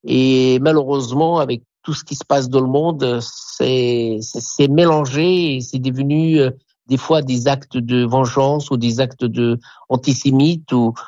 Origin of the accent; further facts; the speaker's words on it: Djerba, Medenine, Tunisia; now in France; je suis né à Djerba et j'ai grandi à Djerba et j'ai une attache particulière puisque mes parents, ma sœur habite à Djerba